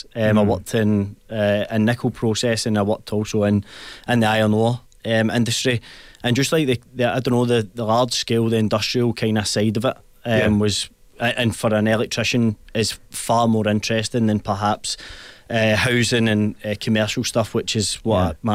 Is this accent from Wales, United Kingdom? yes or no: no; Cumbernauld, Scotland, United Kingdom; now in Busselton, Australia; Cumbernauld holds a lot of fond memories for myself growing up there, you know, childhood memories and things like that.